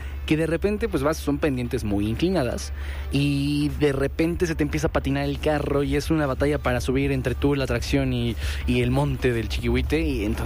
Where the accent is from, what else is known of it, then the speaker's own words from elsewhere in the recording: Tlalnepantla, State of Mexico, Mexico; Yo soy de Valle Dorado, de ahí, de esa colonia que se volvió famosa porque un reportero se cayó, porque hace unos 15 años se inundó la colonia por completo.